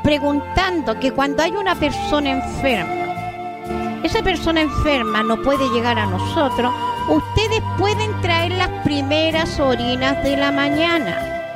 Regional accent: Chile; yo soy chilena, no soy extranjera

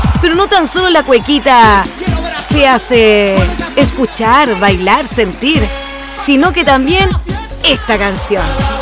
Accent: Chile; Si somos chilenos, pues.

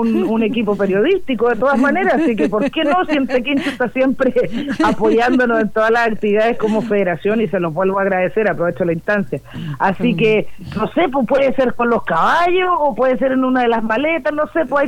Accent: Chile; como chilenos y como criadores de caballos chilenos

